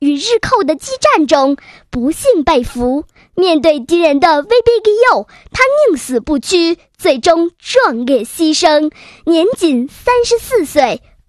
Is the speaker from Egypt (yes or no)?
no; Jilin, China